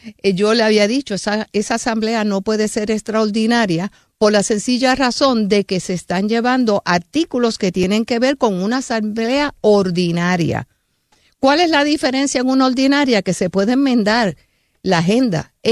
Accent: Yauco, Puerto Rico; moved away; Yo vengo de Yauco, en donde todos los problemas se resuelven en poco tiempo.

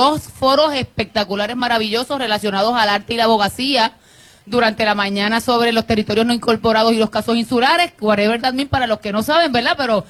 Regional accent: south, Puerto Rico; now in Caguas, Puerto Rico; Somos del sur, pero vivo en Cagua, sí. Pero mira, soy del sur.

